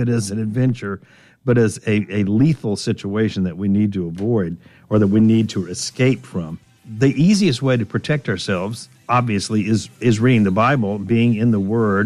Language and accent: English; Daytona Beach, Florida, United States; I grew up in Daytona Beach, Florida, just a half a block from the ocean.